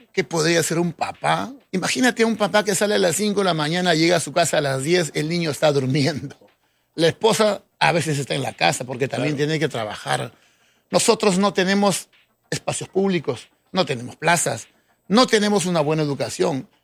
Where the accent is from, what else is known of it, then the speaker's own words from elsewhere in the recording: Lima, Peru; born there; Yo nací en Coyique, en la tercera zona.